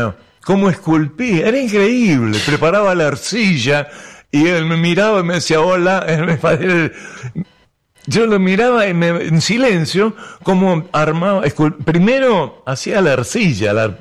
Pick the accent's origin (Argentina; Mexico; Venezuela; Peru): Argentina; Buenos Aires; born there; enfermera en el hospital donde yo nací, en el Ramos Mejía.